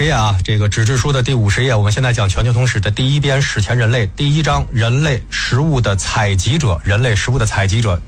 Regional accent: China; 我们中国人最熟悉农耕民族的这样的一种生活方式和我们的整个的这个文化背景

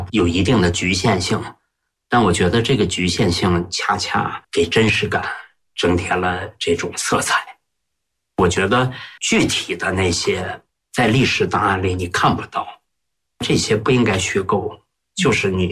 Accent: Heilongjiang, China; 因为我本身是黑龙江人嘛，小说文目睹，我对那块土地特别熟悉嘛。

